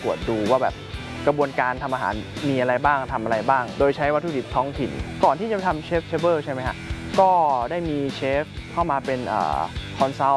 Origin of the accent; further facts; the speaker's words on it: Chiang Mai, Thailand; โดยกำเนิดผมเป็นคนภาคเหนืออยู่แล้วนะเป็นคนเชียงใหม่อยู่แล้วพ่อแม่ก็ให้กินอาหารเหนือตลอดโดยตั้งแต่เด็กก็กินอาหารเหนือ